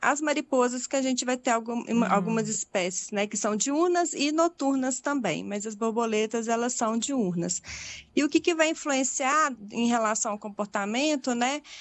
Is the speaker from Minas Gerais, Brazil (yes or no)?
yes; Belo Horizonte, Minas Gerais, Brazil; now in Espírito Santo, Brazil; Eu sou de Belo Horizonte.